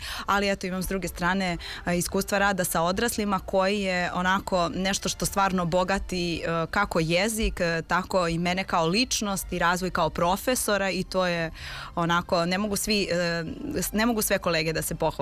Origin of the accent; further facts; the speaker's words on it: Serbia; kad vas sretnu u taksiju i pitaju odakle ste, kažem iz Srbije, oni kažu, a dobro, naša braća, vi nam jedini niste uveli sankcije.